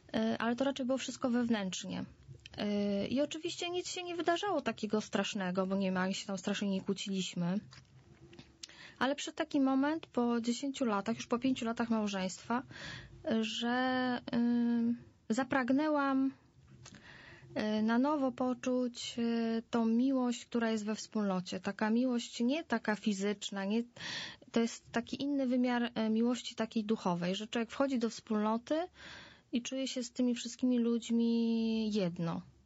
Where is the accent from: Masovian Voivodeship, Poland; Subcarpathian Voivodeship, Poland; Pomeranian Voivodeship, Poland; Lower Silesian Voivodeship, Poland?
Masovian Voivodeship, Poland; Wesoła; między 14 a 16 rokiem życia byłam trochę we wspólnocie, bo u nas w Wesołej powstała wspólnota Odnowy w Duchu Świętym prowadzona przez księdza Nowosielskiego.